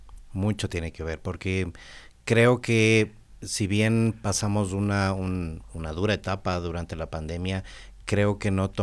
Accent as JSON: {"language": "Spanish", "country": "Ecuador", "said": "culturas como la nuestra, como la ecuatoriana"}